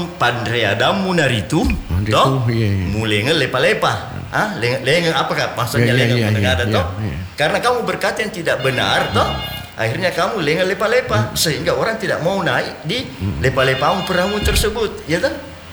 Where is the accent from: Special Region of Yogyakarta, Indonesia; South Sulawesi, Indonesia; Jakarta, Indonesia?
South Sulawesi, Indonesia; Nah, disinilah saya sebagai orang Bugis, apapun yang saya bicarakan terhadap tetangga masyarakat Bugis di lingkungan yang di mana kami berada bertempat tinggal